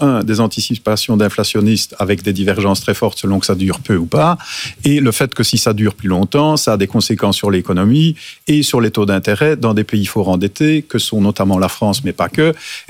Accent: Wallonia, Belgium; je suis wallon

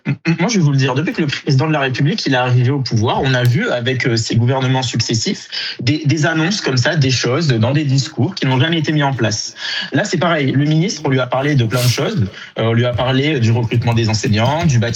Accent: Toulouse, Occitanie, France; je suis de Toulouse

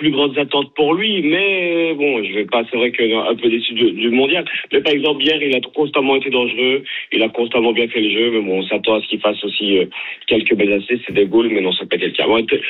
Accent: Galicia, Spain; now in Liège, Belgium; Non, je suis de Galice.

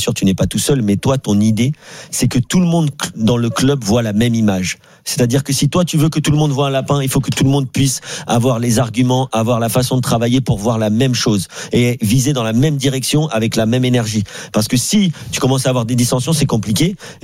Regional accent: Netherlands; French is a second language; Je suis néerlandais. Donc la règle, c'est la règle.

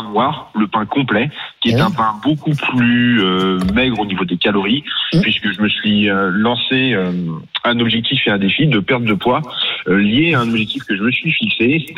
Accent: Saumur, Pays de la Loire, France; je suis natif de Saumur, exactement à côté d'Angers

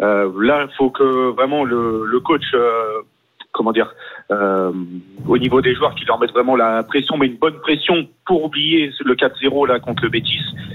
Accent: Nantes, Pays de la Loire, France; Moi, en fait, je suis pas de Lyon même, je suis de Nantes, donc ça.

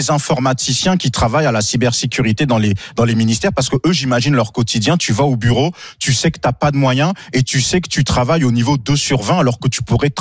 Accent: France

